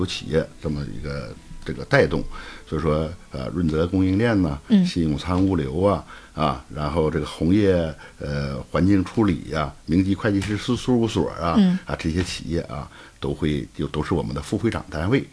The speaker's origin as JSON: {"language": "Chinese", "region": "Heilongjiang", "country": "China", "tie": "born or raised there", "moved": "yes", "said": "这是我的出生地，也是我的母校"}